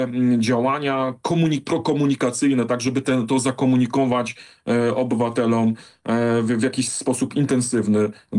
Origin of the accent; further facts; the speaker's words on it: Pomeranian Voivodeship, Poland; Ja sam akurat mieszkam w mieście powiatowym, no, a co prawda w mieście dosyć nieodległym od Trójmiasta, tak? A w dużej mierze takim, nazwijmy to, wypełnionym przez elektorat liberalny.